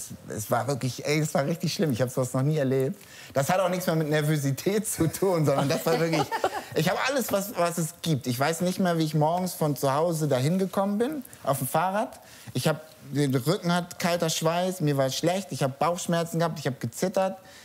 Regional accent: Hamburg, Germany; Ich bin Hamburger, da hab ich das nie gebraucht.

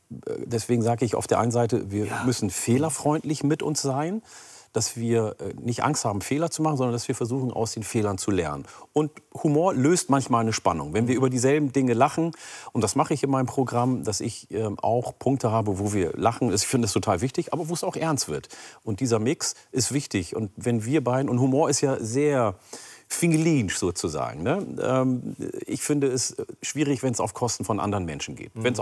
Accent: Oromia, Ethiopia; Ich meine, meine Heimat Oromia in Äthiopien, da essen wir auch Grünkohl.

